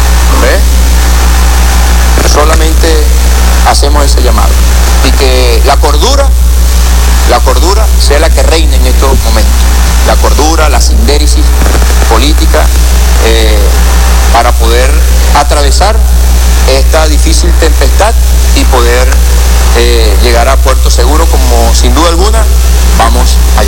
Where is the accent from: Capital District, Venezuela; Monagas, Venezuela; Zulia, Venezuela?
Monagas, Venezuela; lo hago como monaguense, como venezolano